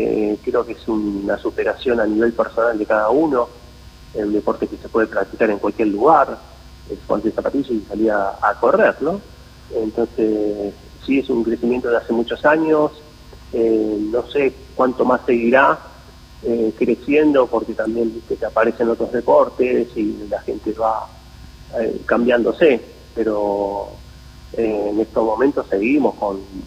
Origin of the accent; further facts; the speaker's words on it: Argentina; Estamos pasando, sabemos que como argentinos estamos pasando un tema económico